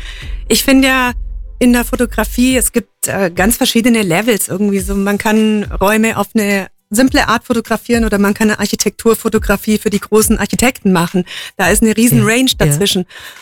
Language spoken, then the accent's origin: German; Memmingen, Bavaria, Germany; also born or lived in Munich; Genau, ich bin Memmingerin und war 20 Jahre in München